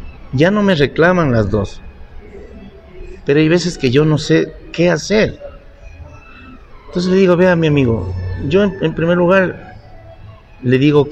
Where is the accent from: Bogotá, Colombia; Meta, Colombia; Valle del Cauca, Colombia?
Valle del Cauca, Colombia; Cali; Yo soy nacido aquí en Cali, soy valluno, pero mis padres son nariños.